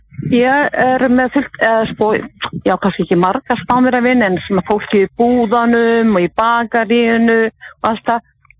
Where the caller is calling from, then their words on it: Torrevieja, Valencian Community, Spain; Torrevieja.